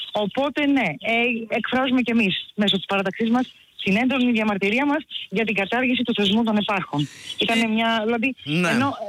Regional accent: Kos, South Aegean, Greece; γράφει ΚΟΣ και μετά το όνομά μου. Οπότε νιώθω παραπάνω υπερήφανη για το νησί μου.

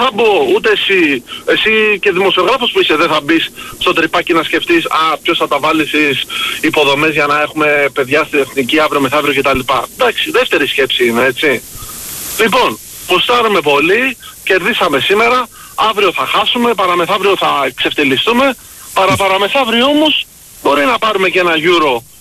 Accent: Greece; είμαι Έλληνας

